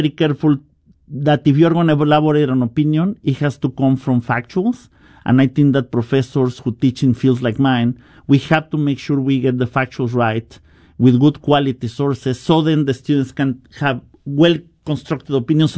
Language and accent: English; Mexico; English is a second language; now in United States; I grew up in Mexican economic crisis in the 90s, so I have some affinities with them.